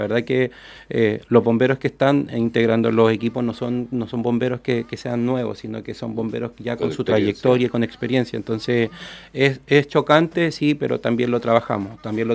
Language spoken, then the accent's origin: Spanish; Chile; Es probable que el desarrollo de nosotros como chilenos esté en un estándar mejor